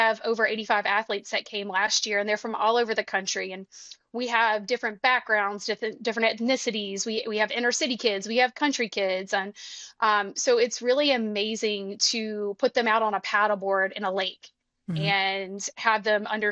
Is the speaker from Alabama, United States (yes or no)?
yes; Alabama, United States; I mean, I'm from Alabama and I was around water all the time and I learned how to swim